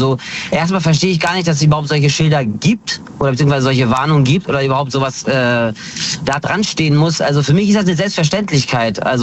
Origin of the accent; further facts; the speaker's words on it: Hanover, Lower Saxony, Germany; Ich bin aus Hannover.